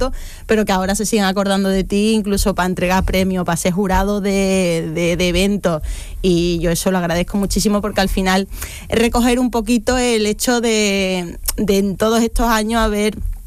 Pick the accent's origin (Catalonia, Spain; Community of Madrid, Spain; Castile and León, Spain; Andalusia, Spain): Andalusia, Spain; Seville; porque tenemos un río precioso, soy una bahía de Cádiz a una hora en coche